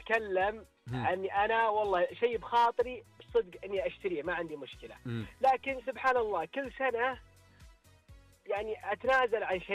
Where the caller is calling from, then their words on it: Eastern Province, Saudi Arabia; من الشرقية.